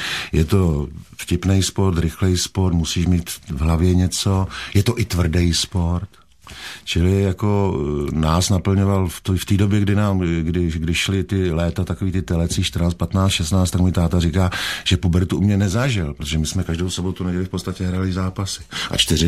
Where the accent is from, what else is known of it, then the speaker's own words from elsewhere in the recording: Havířov, Moravian-Silesian Region, Czechia; also born or lived in Ostrava; protože jsem se narodil v Ostravské porodnici, tak jsem žil od malička v takovém krásném komunistickém městě, které se jmenuje Havířov.